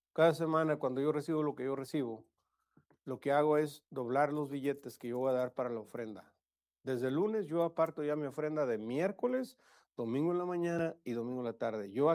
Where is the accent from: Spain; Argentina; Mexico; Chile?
Mexico; Monterrey, Nuevo León; Somos regios